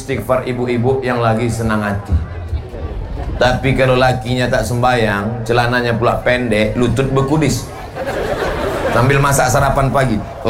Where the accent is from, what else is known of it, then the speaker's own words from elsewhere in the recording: West Sumatra, Indonesia; Saya bukan orang Melayu, Pak Ustaz. Saya Minangkabau, Pak Ustaz.